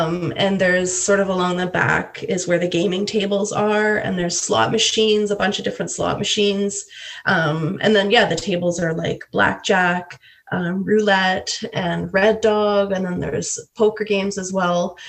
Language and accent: English; London, Ontario, Canada; moved away as an adult; now in Dawson City, Canada; going far away from my hometown, London, Ontario.